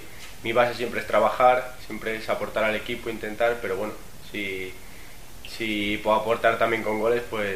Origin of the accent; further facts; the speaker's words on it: Castile and León, Spain; yo soy de aquí, de Castilla y León